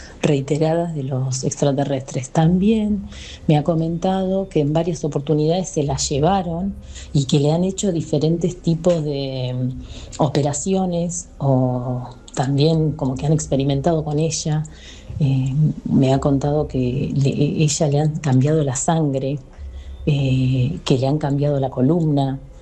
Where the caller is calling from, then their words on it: Hurlingham, Buenos Aires Province, Argentina; Somos de Hurlingham, de zona oeste.